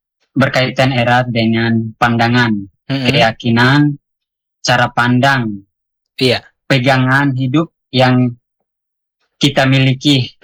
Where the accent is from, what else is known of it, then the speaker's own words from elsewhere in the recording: Kefamenanu, East Nusa Tenggara, Indonesia; now in Jakarta, Indonesia; Saya aslinya orang Kefa.